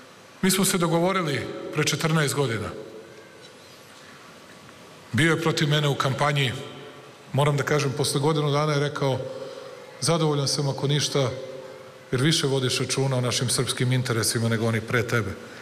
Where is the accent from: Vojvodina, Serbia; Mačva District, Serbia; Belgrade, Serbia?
Belgrade, Serbia; born there; Ja nisam srbijanac, iako sam rođen u Beogradu i Srbiji.